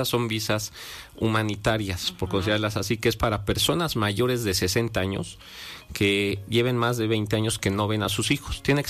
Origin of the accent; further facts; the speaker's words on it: Puebla, Mexico; poblanos.